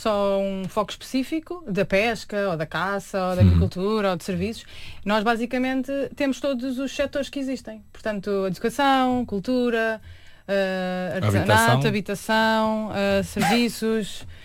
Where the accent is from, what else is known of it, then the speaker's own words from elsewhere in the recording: Sintra, Lisbon, Portugal; moved away as an adult; eu sou de Sintra e fui viver para Lisboa, logo na minha altura de universitária